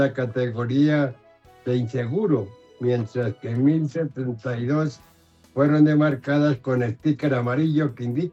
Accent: Casanare, Colombia; now in Bogotá, Colombia; dicen en mi tierra Casanare

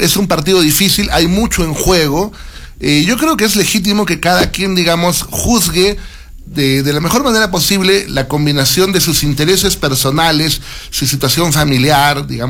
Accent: Peru; nos acostumbremos como peruanos

